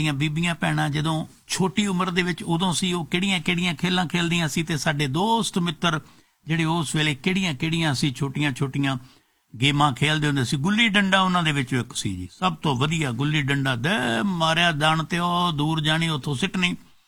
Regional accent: Punjab, India; ਵੈਸੇ ਮੇਰਾ ਬਚਪਨ ਜਿਹੜਾ ਸਾਰਾ ਉਹ ਬੀਤਿਆ ਮਾਲਵੇ ਚ, 23-24 ਸਾਲ ਦਾ ਮੈਂ ਮਾਲਵੇ ਚ ਸੀ। ਫਿਰ ਜਦੋਂ ਨੌਕਰੀ ਲੱਗੀ ਨਾ ਫਿਰ ਮੈਂ ਮੱਝ ਚ ਆਇਆ ਨੌਕਰੀ।

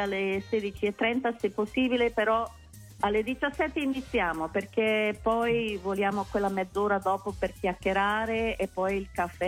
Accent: Quebec, Canada; Io sono di St. Leonard.

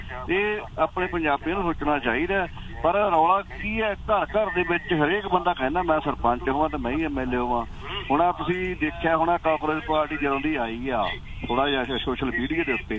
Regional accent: Punjab, India; ਅਸੀਂ ਪੰਜਾਬ ਦੇ ਲੋਕ ਜਿੰਨਾ ਵਿੱਚ ਮੈਂ ਵੀ ਆ ਤੁਸੀਂ ਵੀ ਆ ਨਾ, ਅਸੀਂ ਅਗਰੈਸਿਵ ਬਹੁਤ ਛੇਤੀ ਹੋ ਜਾਂਦੇ

